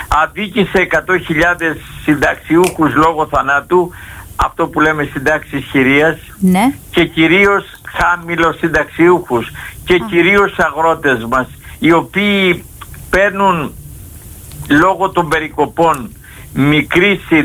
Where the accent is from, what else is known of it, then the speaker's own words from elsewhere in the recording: Western Greece, Greece; και από την πατρίδα μου την Ηλία με πήραν